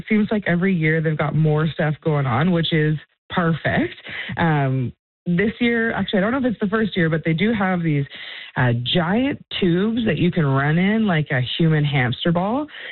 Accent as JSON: {"language": "English", "area": "Vancouver Island", "region": "British Columbia", "country": "Canada", "tie": "born or raised there", "moved": "as an adult", "lives_now": "Cape Breton, Canada", "said": "I grew up on Vancouver Island"}